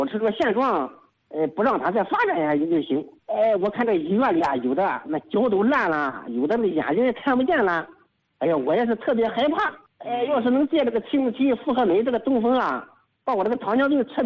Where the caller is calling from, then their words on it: Jinan, Shandong, China; 哎，我是山东济南的。